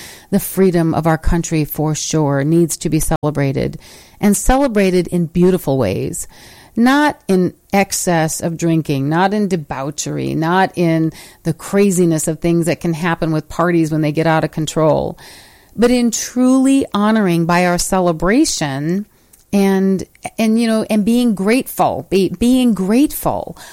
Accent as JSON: {"language": "English", "country": "United States", "said": "we as American citizens"}